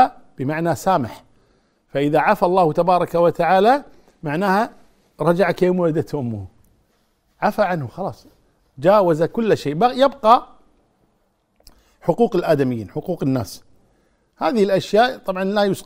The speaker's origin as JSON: {"language": "Arabic", "country": "Kuwait", "said": "عندنا في الكويت"}